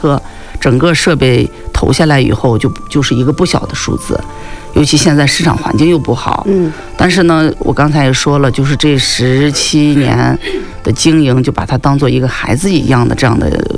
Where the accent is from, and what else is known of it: Xilingol, Inner Mongolia, China